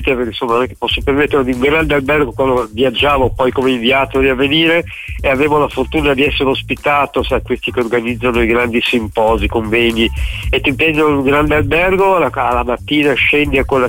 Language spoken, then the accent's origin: Italian; Florence, Tuscany, Italy; moved away; da fiorentino in eterna trasferta